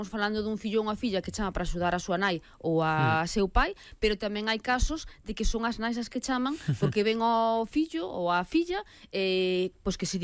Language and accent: Galician; Galicia, Spain; E nos como galegos temos que ter ese sentimento porque, o que máis ou que menos, ten un familiar emigrado.